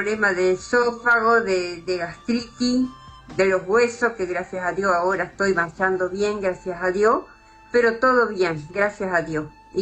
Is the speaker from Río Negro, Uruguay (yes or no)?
yes; Fray Bentos, Río Negro, Uruguay; Sí, soy de acá de Fray Bento